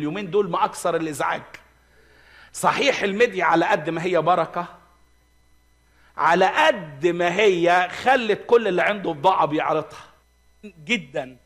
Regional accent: Egypt

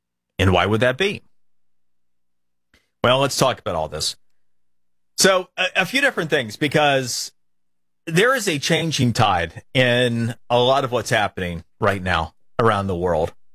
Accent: Florida, United States; I literally have been working on in my home state of Florida

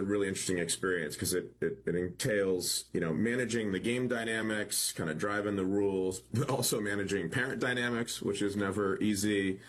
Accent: Rocky Hill, Connecticut, United States; from Rocky Hill, Connecticut, just south of Hartford.

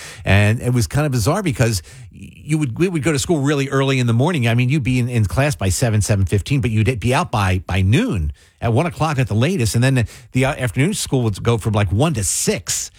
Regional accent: Mays Landing, New Jersey, United States; So where I grew up in Mays Landing, we had Oakcrest High School.

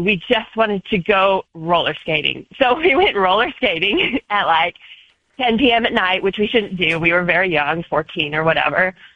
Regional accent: Idaho, United States; I'm from Idaho, but I lived overseas for a long time.

